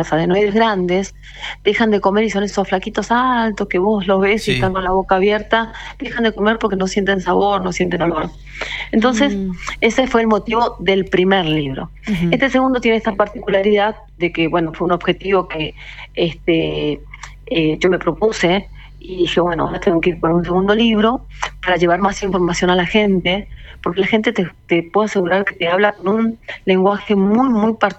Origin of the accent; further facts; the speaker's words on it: Bella Vista, Argentina; now in Buenos Aires, Argentina; yo soy de Bellavista, pero estoy en Buenos Aires y repartida entre Buenos Aires y Bellavista